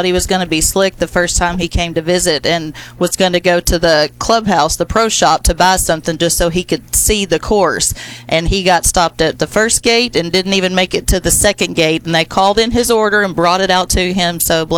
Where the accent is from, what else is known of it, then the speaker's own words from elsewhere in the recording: Carthage, Texas, United States; moved away as an adult; also born or lived in Augusta, Georgia; Well, I went to school in Carthage, graduated from Carthage High School